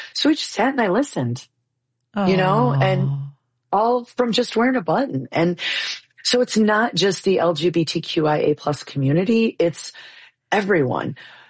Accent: Illinois, United States; born or raised there; moved away as an adult; now in Chicago, United States

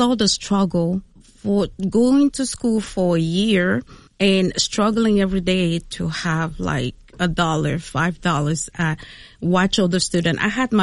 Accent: Cameroon; Originally from Cameroon, Central Africa.

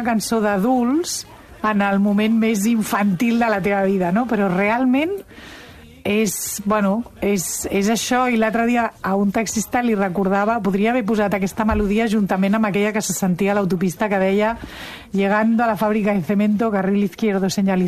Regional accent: Barcelona, Catalonia, Spain; Sí, nosaltres som de Barcelona ciutat.

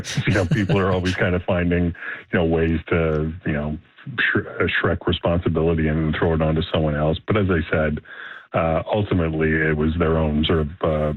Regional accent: Canada; as a Canadian

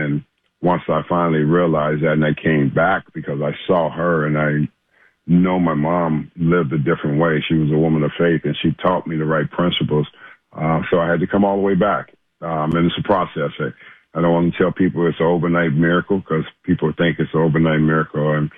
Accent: Los Angeles, California, United States; And because I'm born and raised in South Central, I know how to defend myself.

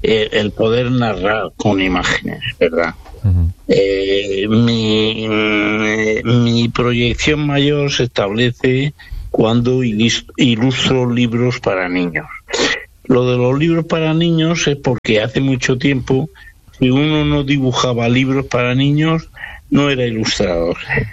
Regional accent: Aspe, Valencian Community, Spain; born there; Yo nací en Aspe, provincia de Alicante, y es el interior de Alicante tirando al sur ya de la provincia.

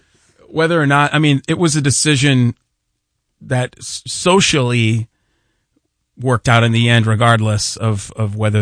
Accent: Storrs, Connecticut, United States; where I grew up in Storrs, that's the whole town, really.

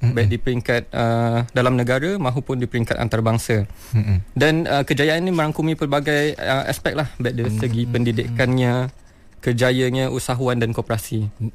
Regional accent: Negeri Sembilan, Malaysia; accent: Negeri Sembilan dialect; dalam dialek Negeri Sembilan, sebab saya orang Negeri Sembilan.

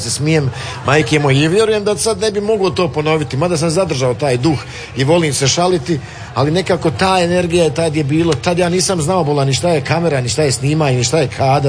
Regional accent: Tešanj, Federation of Bosnia and Herzegovina, Bosnia & Herzegovina; also born or lived in Doboj; Ja sam ti rođen, pošto je to Tešan jedno malo mjesto, a onda sam rođen u Doboju, to je jedno mjesto blizu Tešnja, tako je, ali samo sam se dole rodio i vratio sam me nazad kući

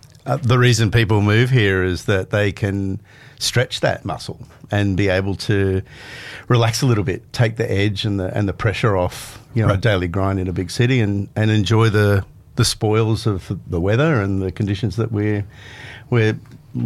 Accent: Mullumbimby, New South Wales, Australia; I am from Mullum.

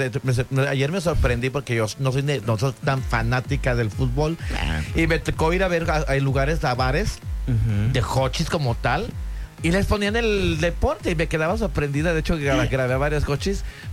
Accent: Mexico; soy mexicana y obviamente claro, el que mi país esté

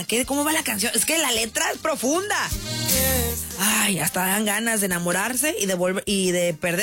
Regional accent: Mexicali, Baja California, Mexico; comenzaron a tocar en mi tierra, Baja California, Mexicali, en los 90.

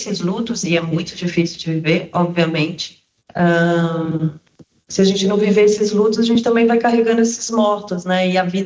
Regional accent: Minas Gerais, Brazil; Sou mineira, graças a Deus. Sou mineira e aí estudei em Ouro Preto

